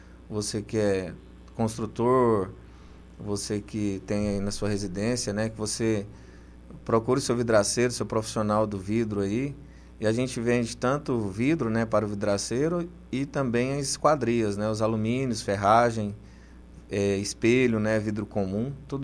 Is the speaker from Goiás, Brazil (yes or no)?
yes; Goiás, Brazil; moved away as an adult; now in Barra do Garças, Brazil; sou de Goiás, né?